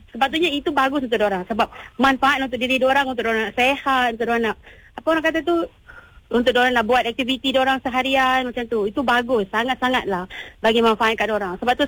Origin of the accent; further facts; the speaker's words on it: Selangor, Malaysia; Saya dari kampung Kuala Pangsun.